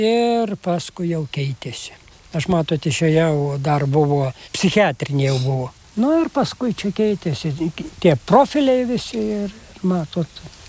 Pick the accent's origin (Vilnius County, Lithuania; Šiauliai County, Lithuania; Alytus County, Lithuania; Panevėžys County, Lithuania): Šiauliai County, Lithuania; Prie užvenčio, netoliau. Kelmės pats pakraštys buvo, Kelmės rajono